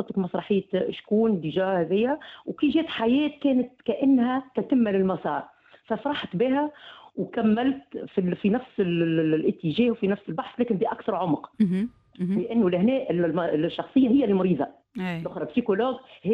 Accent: Tunisia; كان انا تونسيه

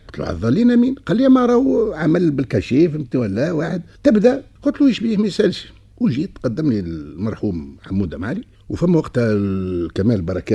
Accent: Rades, Ben Arous, Tunisia; بحكم وجودي في رادس أنا من مواليد رادس عد عندنا جمعية نجم الضواحي

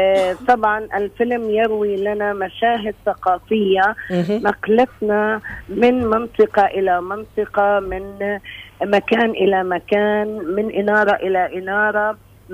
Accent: Palestine; ونحن بفلسطين

